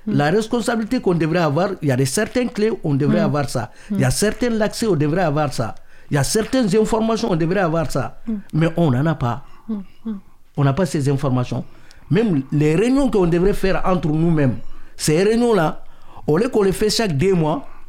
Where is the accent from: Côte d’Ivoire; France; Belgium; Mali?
Mali; Lui, il est montagnais, lui, il est sénégalais, moi, je suis malien.